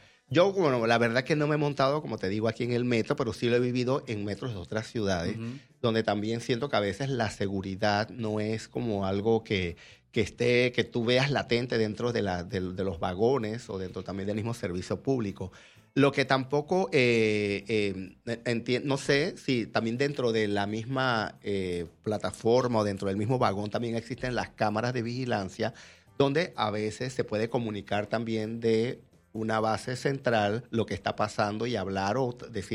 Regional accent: Panama; yo no sé que soy panameño.

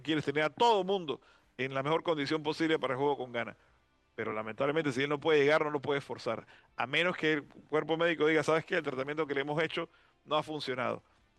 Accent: Panama

